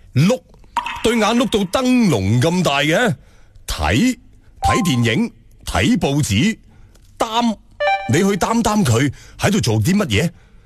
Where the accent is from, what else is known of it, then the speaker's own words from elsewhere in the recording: Guangdong, China; accent: Guangzhou Cantonese; 呢点呢同我哋广州话讲嘅眯